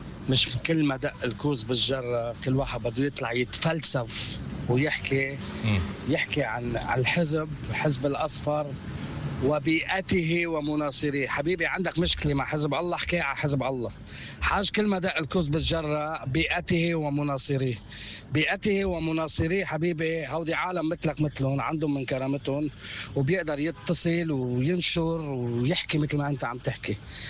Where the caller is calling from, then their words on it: Baalbek, Baalbek-Hermel, Lebanon; من بعلبك.